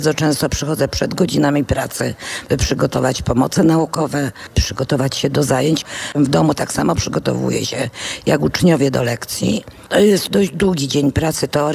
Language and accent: Polish; Łódź, Łódź Voivodeship, Poland; born there; moved away as an adult; now in Warsaw, Poland; Kiedyś pracowałam w Łodzi, bo jestem łodzianką z wykształcenia i z miejsca urodzenia.